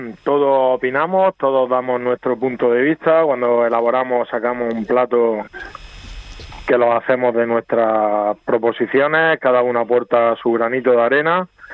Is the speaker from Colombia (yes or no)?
no; Region of Murcia, Spain; Sí, el limón, como buenos murcianos, ya sabes, el limón es un ingrediente que a casi todo el mundo le gusta